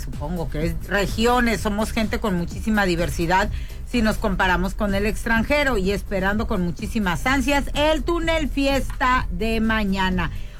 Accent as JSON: {"language": "Spanish", "country": "Mexico", "said": "en cualquier parte de mi México lindo y querido me encuentro a mi gente, a mi pueblo y a la cultura que compartimos. Así que, ¡viva México, canijos!"}